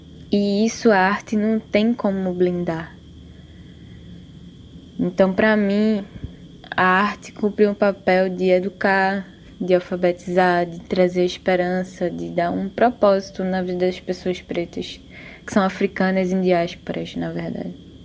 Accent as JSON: {"language": "Portuguese", "town": "Olinda", "region": "Pernambuco", "country": "Brazil", "tie": "born or raised there", "moved": "yes", "lives_now": "Cuieiras, Igarassu, Brazil", "said": "sou natural de Olinda, mas moro aqui em Cuieiras, que é a terra natal da minha família materna, né?"}